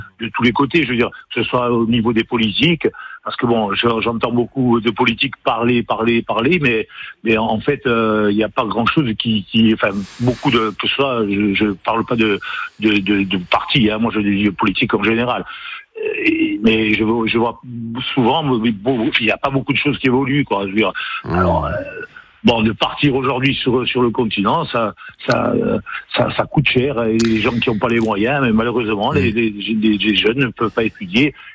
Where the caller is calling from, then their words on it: Corsica, France; chez nous en Corse